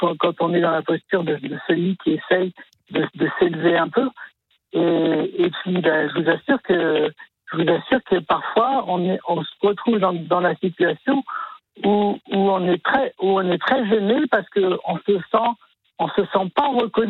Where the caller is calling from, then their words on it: Royan, Nouvelle-Aquitaine, France; Je suis à Royan, Charente-Maritime.